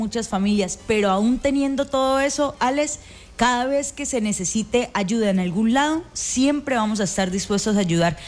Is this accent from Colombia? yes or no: yes; Colombia; pero somos colombianos todos y aquí están dispuestos a ayudar.